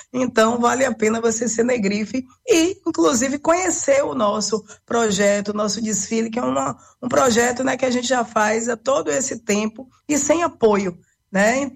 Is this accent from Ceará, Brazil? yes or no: yes; Madalena, Ceará, Brazil; Então, eu venho de Madalena, filha de Dona Estelita, que era costureira